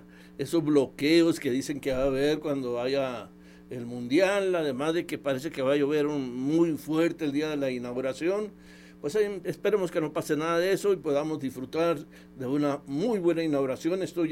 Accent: Mexico; ya sabes cómo somos los mexicanos

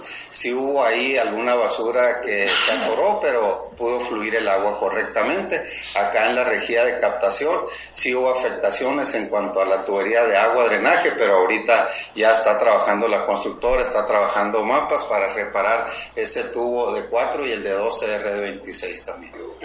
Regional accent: Nogales, Sonora, Mexico; los que somos de Nogales

